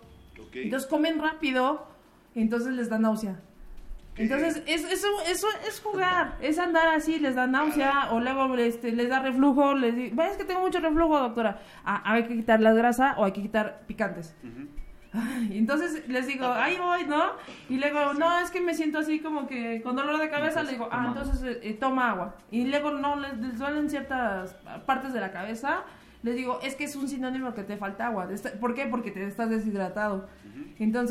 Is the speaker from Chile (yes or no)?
no; Mexico